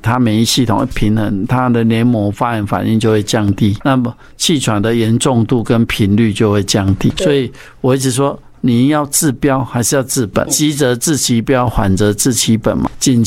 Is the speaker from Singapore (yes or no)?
no; Taiwan; 我们台湾人